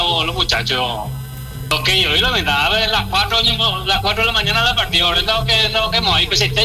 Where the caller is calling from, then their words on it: Barcelona, Catalonia, Spain; Centro de Barcelona, Plaza Cataluña.